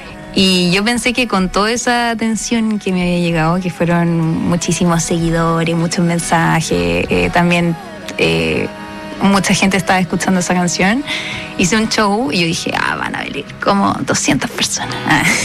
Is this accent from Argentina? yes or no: no; Los Andes, Valparaíso, Chile; Soy de los Andes.